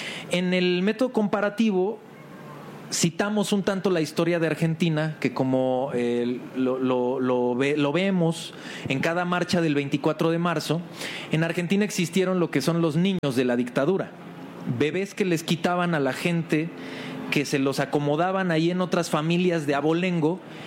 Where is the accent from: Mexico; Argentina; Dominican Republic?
Mexico; Nosotros, México, somos un estado, somos un país y somos una nación.